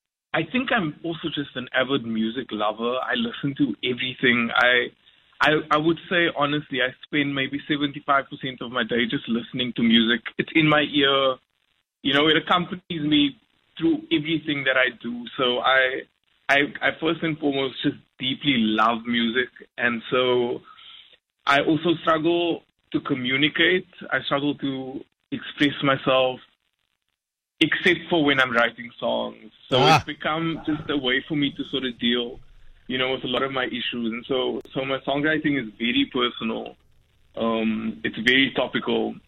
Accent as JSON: {"language": "English", "town": "Cape Town", "region": "Western Cape", "country": "South Africa", "said": "I come from Elsie's River"}